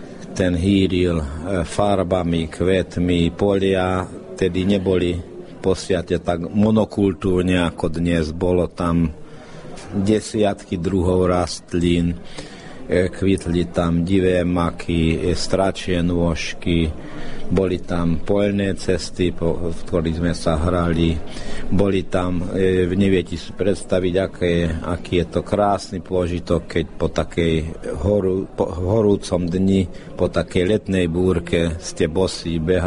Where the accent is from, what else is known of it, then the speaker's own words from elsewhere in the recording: Hungary; A keď som povedal, že ja som Slovák z Maďarska, to tam mnohí veľmi ťažko chápali, že kto je to.